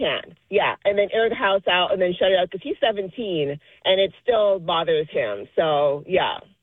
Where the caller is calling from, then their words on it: Maryland, United States; I'm in Maryland.